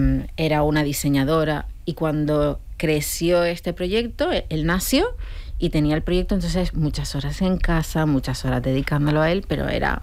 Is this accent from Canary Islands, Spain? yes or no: yes; Las Palmas, Canary Islands, Spain; moved away; Y, claro, llevo 27 años ya aquí, ¿sabes? Voy a Las Palmas y me dicen que tengo acento peninsular.